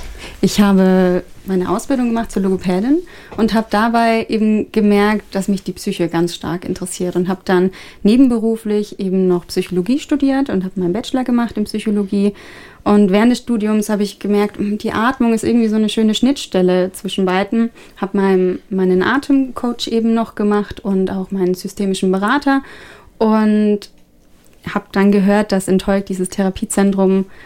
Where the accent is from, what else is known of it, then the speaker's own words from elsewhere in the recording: Bavaria, Germany; also born or lived in Canada; now in Northern Germany; Ich komme ursprünglich aus Oberfranken und bin 2024 eben in den echten Norden gezogen. Zwischenzeitlich hat es mich mal nach Kanada verschlagen und auch nach Niederbayern.